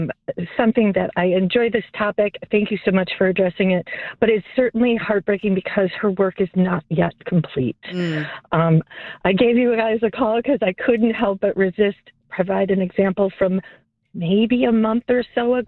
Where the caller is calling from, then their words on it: Chicago, Illinois, United States; I live in Chicago and I've lived in my condo for a couple, 20 years, couple decades.